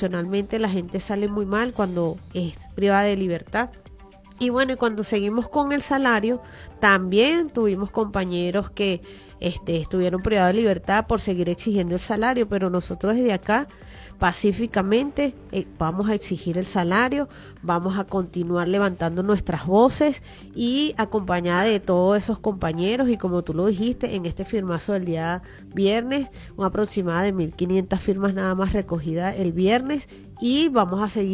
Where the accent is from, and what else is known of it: Venezuela